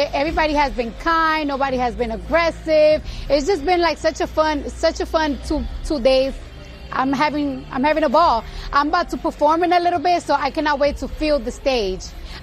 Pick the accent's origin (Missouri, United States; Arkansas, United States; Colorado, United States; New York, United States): New York, United States; I'm from New York